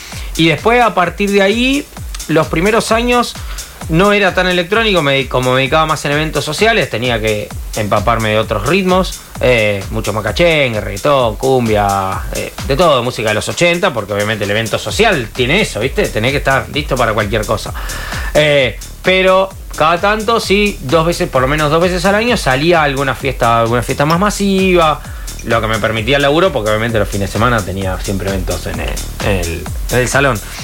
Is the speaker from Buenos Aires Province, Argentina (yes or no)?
yes; Castelar, Buenos Aires Province, Argentina; born there; Sí, soy de nací en Castelar, que es a 30 kilómetros de Capital Federal, en la zona oeste. Tengo casi 39 años, los cumplo ahora en dos semanas.